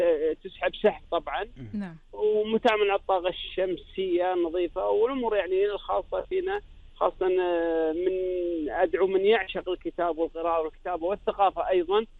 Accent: Kuwait; أنا صراحة ما أفتخر بالأمر أني أنا كويتي سويت كذا كذا،

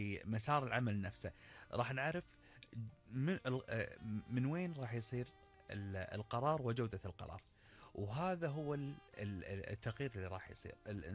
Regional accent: Kuwait; أنا سعودي لكن مولود في الكويت، وأكملت دراستي وتعلمت فيها، والكويت كان لها أثر كبير في تكويني

